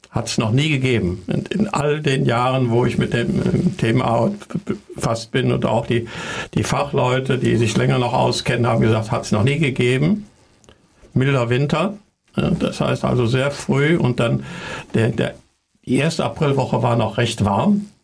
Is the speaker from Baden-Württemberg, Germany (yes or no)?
no; North Rhine-Westphalia, Germany; Also einmal die Information vielleicht hier aus meiner Heimat, aus Lippe.